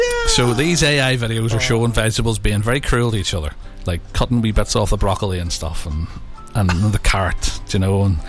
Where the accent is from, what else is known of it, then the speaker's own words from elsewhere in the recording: Letterkenny, County Donegal, Ireland; I'm from Letterkenny, all the way up there in Donegal.